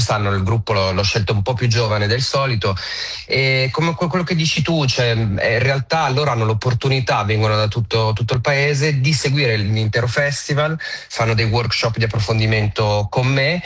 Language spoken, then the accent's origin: Italian; Ticino, Switzerland; io, guarda, sono svizzero-tedesco, ma cresciuto in Ticino, quindi sono un ticinese, ma che parla un po' lo svizzero-tedesco